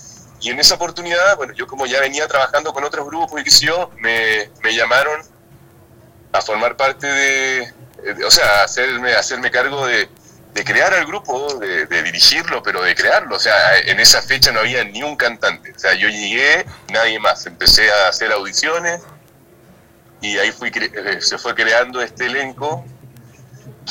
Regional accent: Punta Arenas, Magallanes and Chilean Antarctica, Chile; also born or lived in Valparaíso; cuando volví a trabajar acá a Punta Arenas, de donde yo soy, yo nací acá y todo, cuando me volví el año 2006

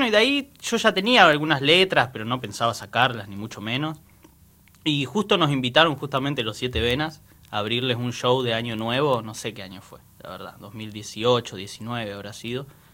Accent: El Chaltén, Santa Cruz, Argentina; also born or lived in Río Gallegos; yo fui de muy chico. Yo, no sé, tenía un año y medio, dos años, cuando mi familia se mudó para allá. No había nada.

